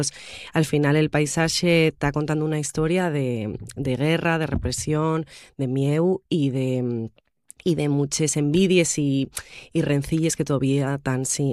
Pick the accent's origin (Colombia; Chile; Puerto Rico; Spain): Spain; Rodiezmo, Castile and León; mi zona, de Rodiezmo, que el, mi pueblo está en una zona fronteriza entre Asturias y León